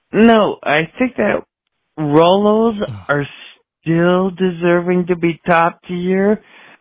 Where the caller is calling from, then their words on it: Spearfish, South Dakota, United States; from Spearfish.